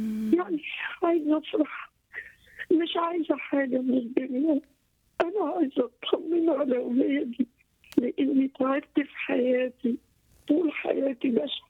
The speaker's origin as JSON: {"language": "Arabic", "country": "Syria", "said": "انا سوري مش عارفه اعمل ايه"}